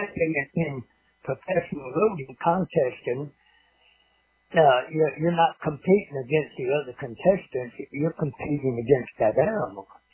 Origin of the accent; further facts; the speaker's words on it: Owosso, Michigan, United States; Farming community, called Owosso. That's 20 miles due west of Flint, Michigan.